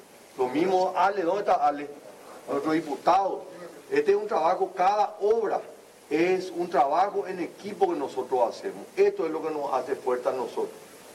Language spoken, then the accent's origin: Spanish; Paraguay; Y yo estoy orgulloso como paraguayo